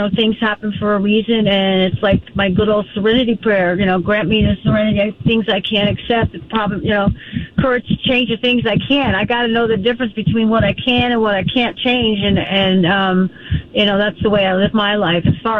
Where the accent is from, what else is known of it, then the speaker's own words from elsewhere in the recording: Connecticut, United States; now in California, United States; I never heard this thing until I moved to California. I'm originally from Connecticut.